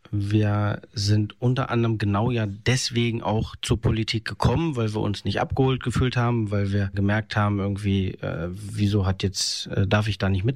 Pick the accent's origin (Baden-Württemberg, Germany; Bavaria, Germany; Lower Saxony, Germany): Lower Saxony, Germany; moved away as an adult; now in Ellierode near Bad Gandersheim, Germany; Ich komme ursprünglich aus Lödingsen bei Adelipsen und wohne jetzt in Elgerode bei